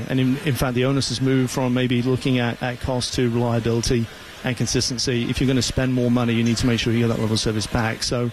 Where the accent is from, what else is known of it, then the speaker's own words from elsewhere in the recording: England, United Kingdom; I'm English